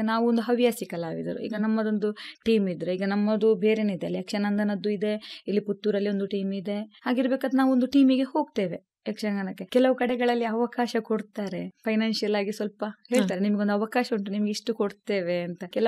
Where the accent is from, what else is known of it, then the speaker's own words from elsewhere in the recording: Balnad, Karnataka, India; ನಮ್ಮ ಊರಿನಲ್ಲಿ, ನಮ್ಮ ಬಲ್ನಾಡು